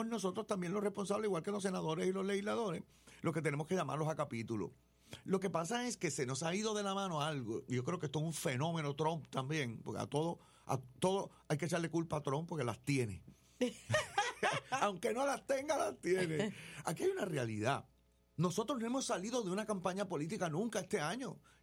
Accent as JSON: {"language": "Spanish", "country": "Puerto Rico", "said": "Gente que ama Puerto Rico porque somos puertorriqueños y porque además de esto nuestra isla es maravillosa."}